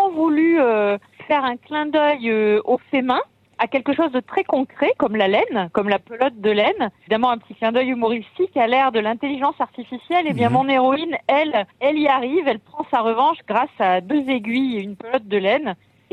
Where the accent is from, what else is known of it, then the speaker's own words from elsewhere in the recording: Auvergne-Rhône-Alpes, France; je suis pourtant originaire d'Auvergne, mais une maman passionnée de médecine douce, de chamanisme, etc. Donc voilà, l'origine de mon prénom, mais je suis une pure Auvergnate.